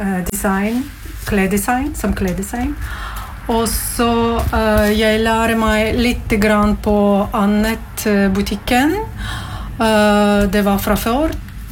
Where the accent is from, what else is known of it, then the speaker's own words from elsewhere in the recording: Latvia; Norwegian is a second language; now in Norway; Jeg kom fra Latvia, og så bor i Norge 14 år.